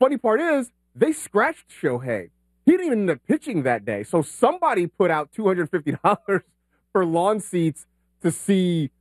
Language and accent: English; Vallejo, California, United States; Like, my hometown, I grew up in Vallejo, California.